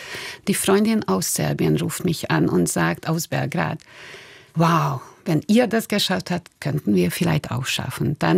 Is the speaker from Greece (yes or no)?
no; Hungary; German is a second language; moved away as an adult; now in Austria; Und obwohl ich in Österreich lebe, ich bin in Ungarn geboren, aufgewachsen, mein 3/4 von meinem beruflichen Leben oder und überhaupt mein Leben dort verbracht.